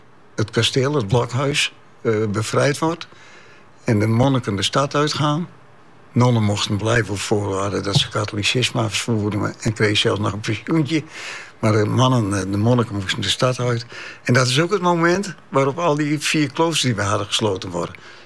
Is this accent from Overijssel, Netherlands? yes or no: no; Leeuwarden, Friesland, Netherlands; also born or lived in Canada; Hier ben ik opgegroeid. Ja, mijn vader was een van de bevrijders van Leeuwarden. En ik ben in Canada geboren. Ik kwam terug, werd geplaatst in het Oldburger Weeshuis.